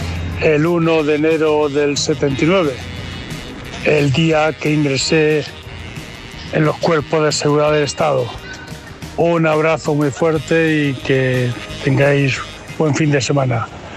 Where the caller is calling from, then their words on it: Madrid, Community of Madrid, Spain; de Madrid.